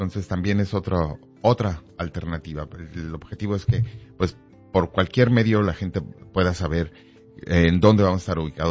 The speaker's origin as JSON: {"language": "Spanish", "country": "Mexico", "moved": "yes", "lives_now": "Omaha, United States", "said": "nuestra herencia y nuestras costumbres como mexicanos, como latinos"}